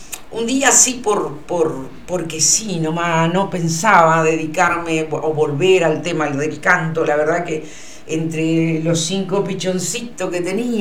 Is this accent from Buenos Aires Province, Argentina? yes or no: no; Crespo, Entre Ríos, Argentina; nací en el San Francisco de Asís de Crespo, y me crié en el barrio Guadalupe de la ciudad de Crespo, uno de los barrios más humildes de la ciudad.